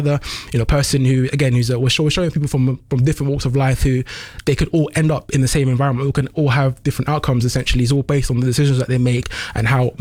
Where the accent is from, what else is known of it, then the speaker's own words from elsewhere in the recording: London, United Kingdom; because I think for me, when I was growing up in London, I had a very similar, I guess options.